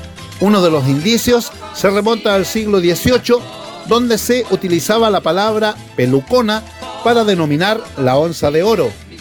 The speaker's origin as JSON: {"language": "Spanish", "country": "Chile"}